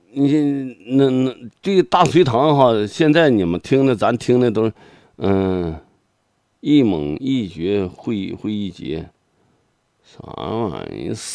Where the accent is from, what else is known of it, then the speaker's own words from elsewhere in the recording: Inner Mongolia, China; 蒙古风情的歌曲，哎，载歌载舞，嗯，我们内蒙古人好啊